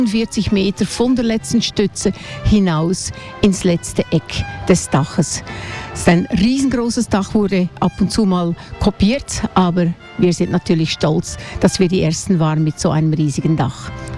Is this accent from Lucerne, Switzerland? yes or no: yes; Lucerne, Switzerland; Ich komme natürlich aus Luzern